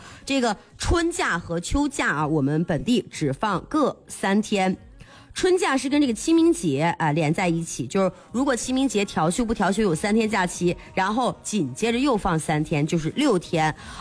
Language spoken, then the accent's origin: Chinese; Fencheng, Shanxi, China; now in Linfen, China; 汾城古建筑群古侧柏这个我更知道，我老家的嘛，